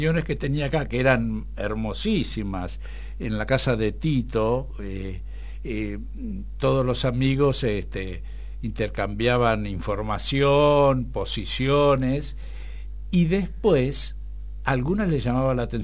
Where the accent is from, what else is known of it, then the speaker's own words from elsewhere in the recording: General Villegas, Buenos Aires Province, Argentina; nosotros somos de Villegas